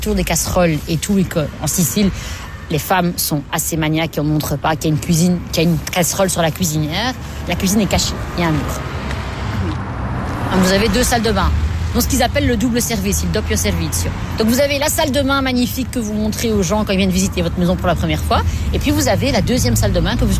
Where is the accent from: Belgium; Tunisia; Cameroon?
Belgium; born or raised there